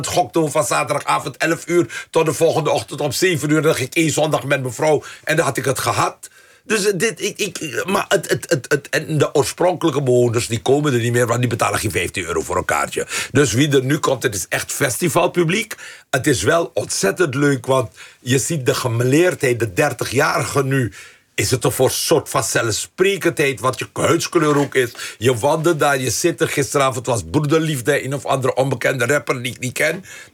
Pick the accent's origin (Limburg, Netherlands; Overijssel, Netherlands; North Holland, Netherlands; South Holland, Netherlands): North Holland, Netherlands; Amsterdam; Ik ben Amsterdammer